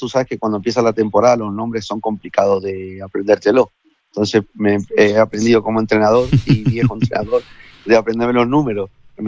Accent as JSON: {"language": "Spanish", "country": "Argentina", "moved": "as an adult", "lives_now": "Córdoba, Spain", "said": "Yo llevo mi 26 verano en Córdoba, ¿vale? Ya soy más cordobés que argentino, porque tengo 50, o sea que ya me he pasado de la media."}